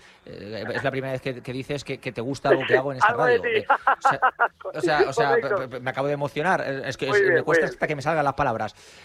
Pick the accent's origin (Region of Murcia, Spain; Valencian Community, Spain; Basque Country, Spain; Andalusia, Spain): Valencian Community, Spain; Alborache; yo me he criado desde pequeño en Alborache, viendo Bousa Carrer, desde que era muy, muy nano, en la fiesta de mi pueblo.